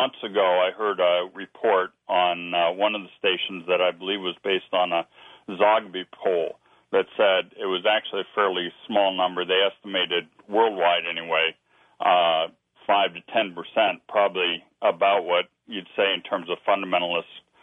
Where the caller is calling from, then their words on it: California, United States; from California.